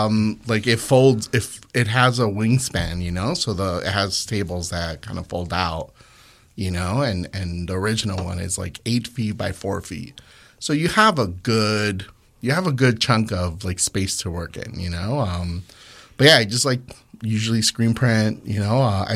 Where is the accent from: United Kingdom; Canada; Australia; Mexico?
Mexico; Loma Dorada, Jalisco; English is a second language; now in Chicago, United States; So you know, I grew up in Jalisco. I actually grew up in the a little town called Loma Dorada, which is right below Tonalá